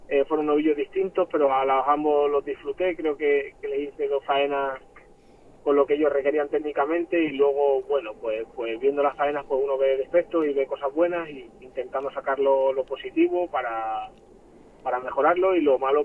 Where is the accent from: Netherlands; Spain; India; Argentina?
Spain; Cáceres, Extremadura; also born or lived in Arenas de San Pedro, Ávila, Spain; yo soy nacido en Arenas de San Pedro, pero desde muy pequeño me fui a vivir a Cáceres y la verdad que tengo el corazón dividido.